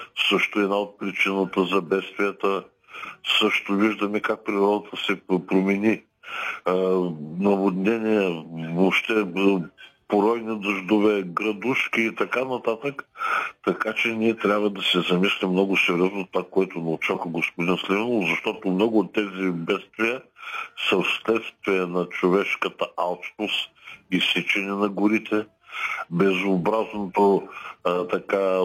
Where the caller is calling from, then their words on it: Haskovo Province, Bulgaria; по моя край е известен с добив на гнайс. След като взеха да добиват гнайс, имаме една река, Армира